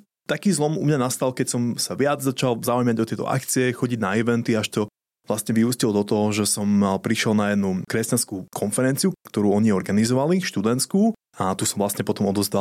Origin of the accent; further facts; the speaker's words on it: Levice, Nitra Region, Slovakia; moved away as an adult; now in Bratislava, Slovakia; Pochádzam z Lavíc, ale už viac ako 10 rokov žijem v Bratislave, kde pracujem.